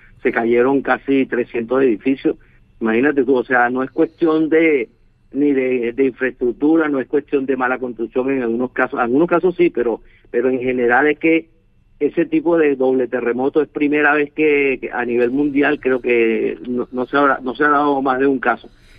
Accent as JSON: {"language": "Spanish", "country": "Venezuela", "moved": "yes", "said": "Los dos somos venezolanos, sí. Los dos tenemos familia en Venezuela."}